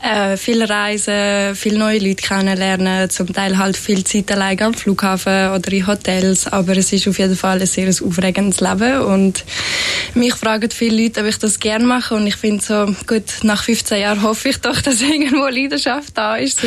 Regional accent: Fislisbach, Aargau, Switzerland; Und bin dann, glaube ich, 3 Wochen später in der Schweiz, in meinem Dörfli in Fieslisbach, wo ich aufgewachsen bin

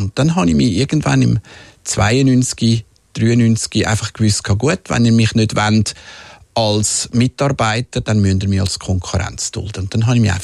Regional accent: Zurich, Switzerland; also born or lived in Winterthur; oder wo wir von Winterthur auf Zürich gezügelt sind und es im Quartier nicht mehr normal war, weil ich bin ja zuerst in Winterthur aufgewachsen, bei den ersten 7 Jahren.

